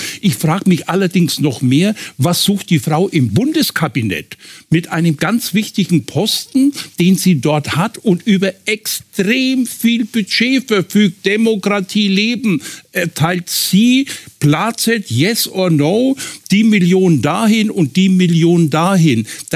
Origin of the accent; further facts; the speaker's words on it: Bavaria, Germany; weil ich natürlich gebürtiger Bayer eher das CSU-Gedanken gut gepflegt habe.